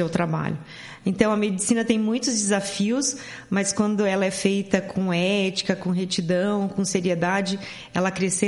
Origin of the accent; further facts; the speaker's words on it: Paranavaí, Paraná, Brazil; also born or lived in Maringá; Então, eu sou nascida em Maringá e fui criada em Paranavaí. Daí eu sou a primeira médica da família